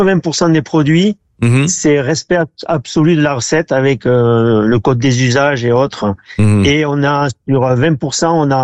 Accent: Occitanie, France; à Perpignan, à Ponteia, juste à côté de Perpignan, un petit village, mon village natal.

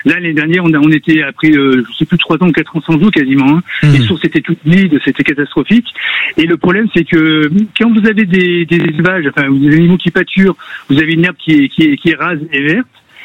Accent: Auvergne-Rhône-Alpes, France; Enfin, je suis de la Drôme initialement, donc je suis de côté de Die, donc je connais aussi la Drôme.

